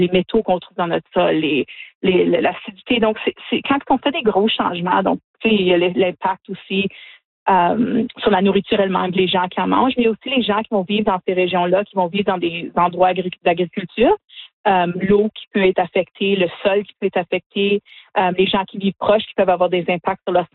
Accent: Sudbury, Ontario, Canada

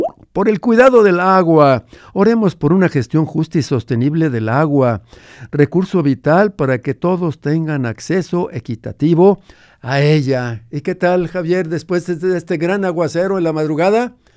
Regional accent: Mexico; tuvimos en México en 1611

